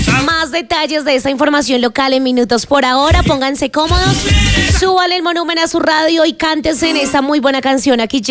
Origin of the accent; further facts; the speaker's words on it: Boyacá, Colombia; nos representa como buen boyacense, como buen colombiano. Ahí sí, boyacenses y colombianos de cepa